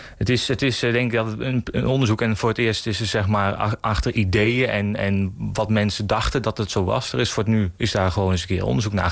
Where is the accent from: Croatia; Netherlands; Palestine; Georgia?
Netherlands; Sint Jansklooster, Overijssel; ik kom zelf uit het Sint-Jansklooster.